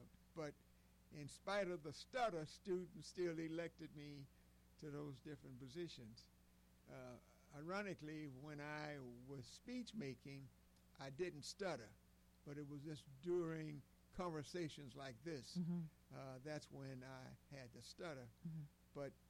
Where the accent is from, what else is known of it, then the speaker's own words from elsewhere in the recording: Walls, Mississippi, United States; I grew up in Walls, and I had actually two brothers and two sisters that I lived in a household with.